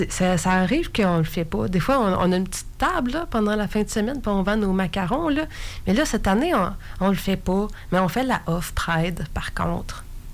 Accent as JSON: {"language": "French", "region": "Quebec", "country": "Canada", "moved": "yes", "said": "moi, je viens quand même du fin fond d'Abitibi, puis j'étais pas mal loin du milieu littéraire, on pourrait dire que j'étais à peu près à 1000 kilomètres."}